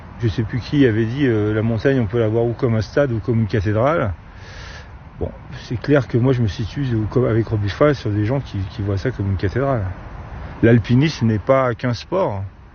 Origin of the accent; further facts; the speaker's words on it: Grenoble, Auvergne-Rhône-Alpes, France; born there; je suis de Grenoble et ma mère m'emmenait souvent, très jeune, en marché.